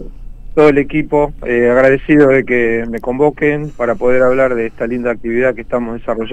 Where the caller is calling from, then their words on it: San Vicente, Buenos Aires Province, Argentina; Yo estoy ubicado con mi establecimiento en San Vicente, Buenos Aires.